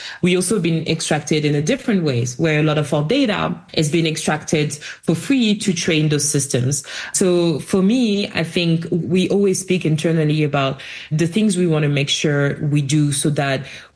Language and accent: English; France; also born or lived in Barbados / Japan / United States; Yes, I grew up in France. My origins are on the continent, but I used to live in Barbados in the Caribbean. I've studied in Japan.